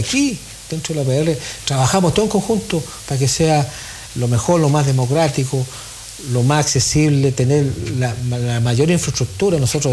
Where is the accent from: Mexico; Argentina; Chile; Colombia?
Chile; Putaendo, Valparaíso; Nacido y criado en Quebrada Herrera. Cuando don Jona vivía era de Putaendo.